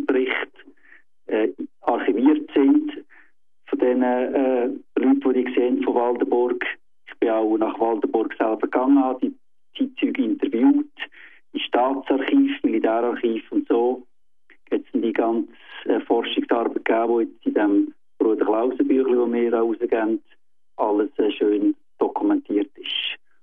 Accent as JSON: {"language": "German", "region": "Lucerne", "country": "Switzerland", "tie": "born or raised there", "said": "Also ich bin in Luzern aufgewachsen und auch sehr gläubige Eltern gehabt."}